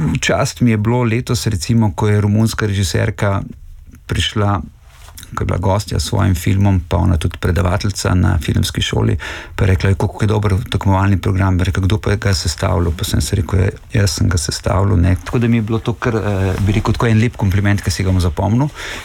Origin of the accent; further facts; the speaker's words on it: Brežice, Lower Sava, Slovenia; moved away as an adult; Ok, jaz sem pač pri 18-ih odšel iz Brežic, mislim, se vračam, imam še mamo živo, duhovno sem, bi rekel, povezan s tem mestom, fizično pa nisem velik, ne.